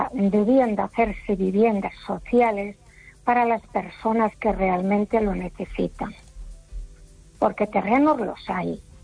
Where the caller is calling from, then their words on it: A Coruña, Galicia, Spain; Desde Coruña.